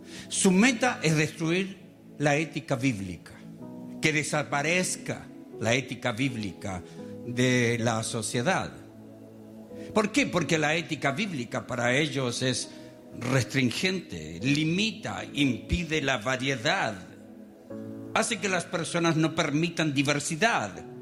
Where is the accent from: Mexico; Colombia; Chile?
Chile; born there; Yo nací en Chile, en una iglesia pentecostal, y pensaba que Dios era pentecostal y chileno.